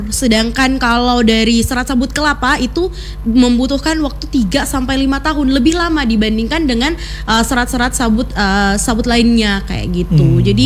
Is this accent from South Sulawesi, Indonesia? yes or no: yes; Makassar, South Sulawesi, Indonesia; Terus kalau aku dari Makassar, asli Makassar.